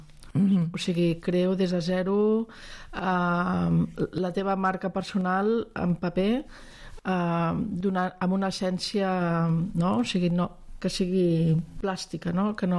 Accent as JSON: {"language": "Catalan", "town": "Barcelona", "region": "Catalonia", "country": "Spain", "tie": "born there", "first_language": "French", "second_language": "Catalan", "said": "vaig néixer en un pis a Barcelona que tot eren llibres, i bueno, la cultura, la lectura, sobretot, ha format part de la meva infantesa i la meva joventut."}